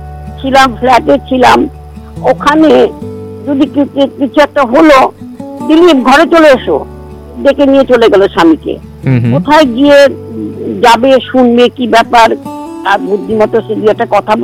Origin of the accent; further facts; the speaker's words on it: Kolkata, West Bengal, India; born there; moved away as an adult; now in Tripura, India; আমি জন্মস্থান কলকাতায় আমার আমি কলকাতায় এগুলো পাইনি কেননা কলকাতা সব আত্মকেন্দ্রিক ছিলাম ফ্ল্যাটে ছিলাম